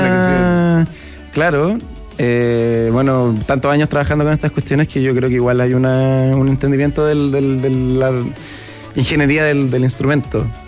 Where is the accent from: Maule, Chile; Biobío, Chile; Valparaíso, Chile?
Biobío, Chile; Concepción; moved away as an adult; now in Santiago, Chile; Yo soy penquista, sí.